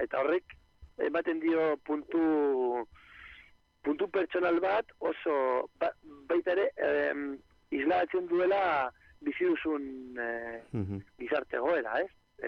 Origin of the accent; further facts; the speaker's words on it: Bilbao, Basque Country, Spain; ni bilbotarra naiz eta kolorea hau ikusten dut, egunero.